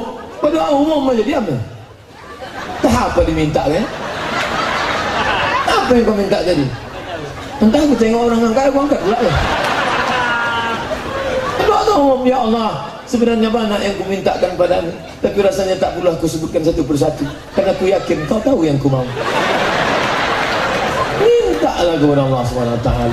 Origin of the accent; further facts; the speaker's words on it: Padang, West Sumatra, Indonesia; Aku orang Minangkabau, orang Padang.